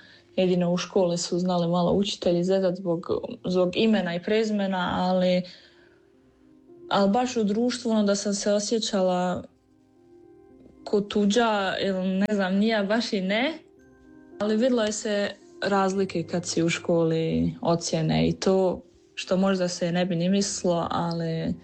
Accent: Germany; moje djetinjstvo i odrastanje u Njemačkoj je stvarno bilo jako lijepo, s obzirom da sam stekla svoje društvo, naučila jezik, mislim tamo sam rođena

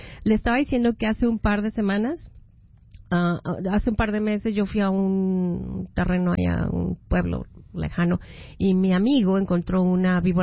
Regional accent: Mexico; como soy bien mexicana y brava como soy

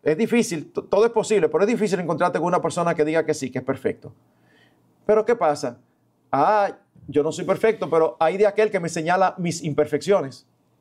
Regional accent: Santo Domingo, Distrito Nacional, Dominican Republic; Eduardo, tú y yo crecimos aquí en Santo Domingo.

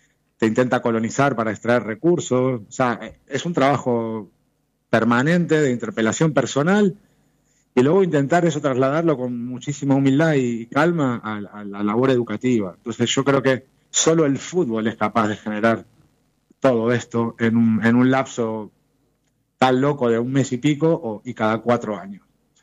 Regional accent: Rosario, Santa Fe, Argentina; moved away as an adult; now in Spain

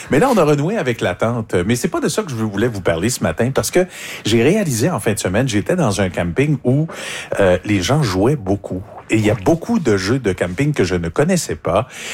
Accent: Quebec, Canada; Il y a 3 parcs éoliens situés chez nous, au Bas-Saint-Laurent, qui font partie de cette entente-là.

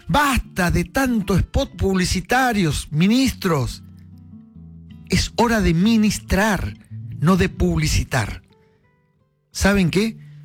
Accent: Santa Fe, Argentina; now in Córdoba, Argentina; Lo digo como santafesino, estoy orgulloso de vivir en Córdoba

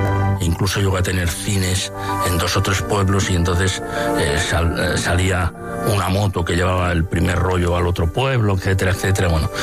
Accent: Aragon, Spain; aunque éramos provincia de Huesca, mi pueblo está a 50 kilómetros de Barcelona y a 110 de Huesca

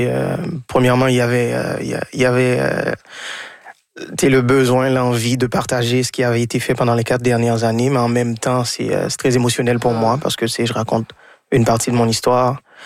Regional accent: Haiti; moved away as an adult; now in Quebec, Canada; je suis né et élevé en Haïti, donc j'ai laissé autour de 19 ans. Ma mère habitait déjà le Québec.

